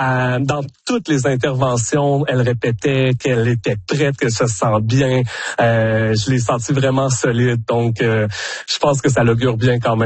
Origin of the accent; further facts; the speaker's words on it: Quebec, Canada; nous, en plus, en tant que Québécois